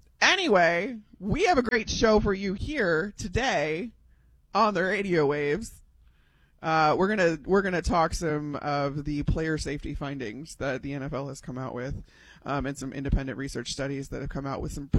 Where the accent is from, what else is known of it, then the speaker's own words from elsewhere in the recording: Chicago, Illinois, United States; I am a Midwesterner. I am from Chicago